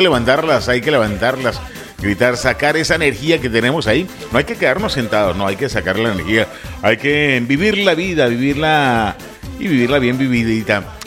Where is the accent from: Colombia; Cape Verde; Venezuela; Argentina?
Colombia; now in Spain; en mi país, en Colombia